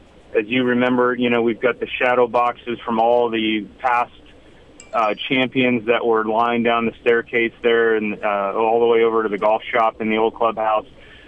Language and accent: English; North Canton, Ohio, United States; moved away as an adult; now in Fort Worth, United States; Yeah, I'm North Canton, Ohio, originally, and grew up there, graduated from the University of Akron, played collegiate golf there, and then I've been in Fort Worth since 2005.